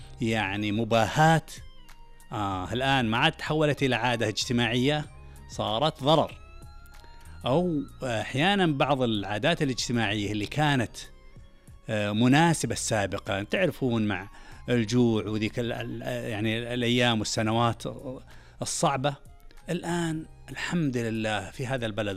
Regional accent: Saudi Arabia; احنا نفخر بعاداتنا كسعوديين محافظين على ديننا وعلى وطننا وعلى قيمنا

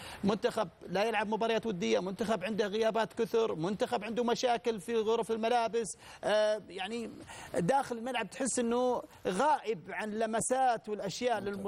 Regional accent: Saudi Arabia

